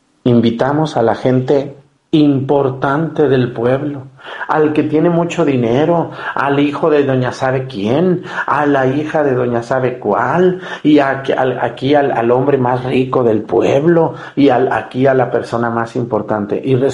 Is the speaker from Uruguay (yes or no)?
no; Mexticacán, Jalisco, Mexico; Cuando en mi pueblo, en Mesticacán, inauguramos la Virgen del Carmen